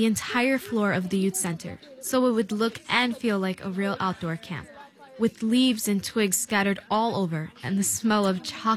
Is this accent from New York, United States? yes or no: yes; New York City, New York, United States; As a Muslim seventh grader from Brooklyn